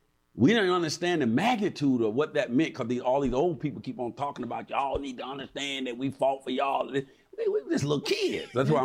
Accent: Birmingham, Alabama, United States; Because I grew up in Birmingham and they still got those old signs, some of them rusty.

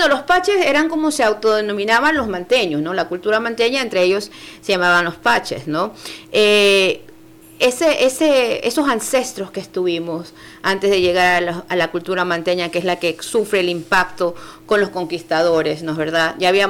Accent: Manabí, Ecuador; nuestro Manabí

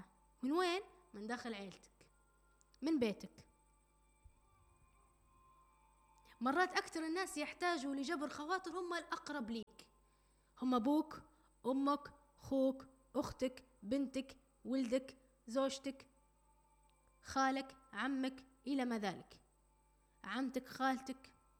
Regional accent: Libya; احنا كليبيين وتربينا في عائلات

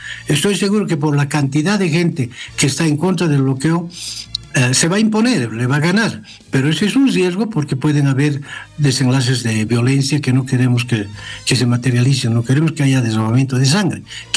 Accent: Bolivia; los demás no somos bolivianos para ellos

